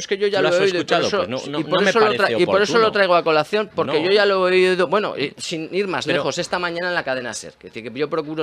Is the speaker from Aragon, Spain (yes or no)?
yes; Aragon, Spain; Yo sí que puedo decir lo que tengo 16 apellidos aragoneses, no 8 apellidos vascos. Y cuando veo que mi tierra, pues hombre, me gustaría que nacieran muchos aragonesitos